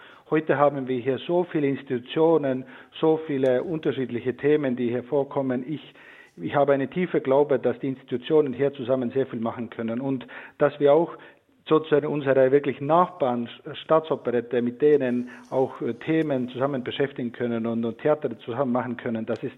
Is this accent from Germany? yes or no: no; Estonia; German is a second language; Ich hatte sogar Möglichkeit, eine Regisseurin aus Estland, aus meinem Heimatland mitzubringen.